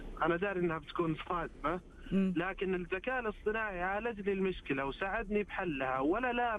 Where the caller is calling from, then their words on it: Riyadh, Riyadh Province, Saudi Arabia; من الرياض.